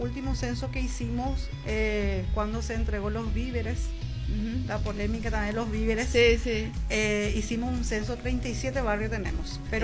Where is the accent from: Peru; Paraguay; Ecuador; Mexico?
Paraguay; Ciudad del Este, Alto Paraná; Nací y crecí en el microcentro. Mira, soy de Ciudad del Este.